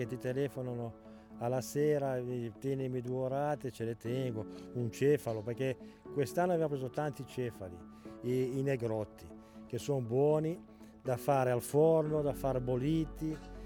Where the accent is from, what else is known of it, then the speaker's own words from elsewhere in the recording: Recco, Liguria, Italy; now in Camogli, Italy; Io andavo a pescare così, sempre da Recco, perché io sono di Recco. Ah. Però poi sono venuto qua a Camogli e dal 96 sono pescatore.